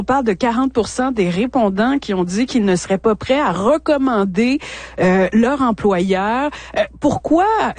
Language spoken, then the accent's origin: French; Montreal, Quebec, Canada; je suis originaire de Montréal.